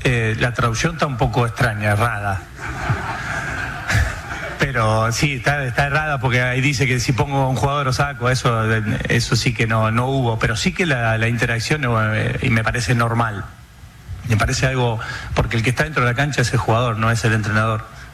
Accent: Argentina

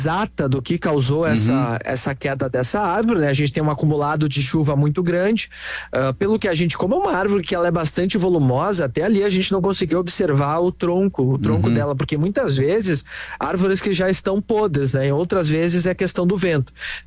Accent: Santana do Livramento, Rio Grande do Sul, Brazil; Ah, eu sou de Livramento

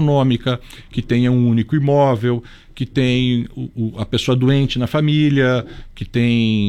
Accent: Brazil

